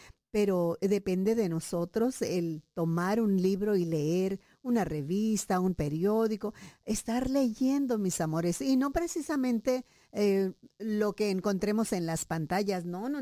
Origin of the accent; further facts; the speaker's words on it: Mexico; me dieron así mucha tristeza como mexicana.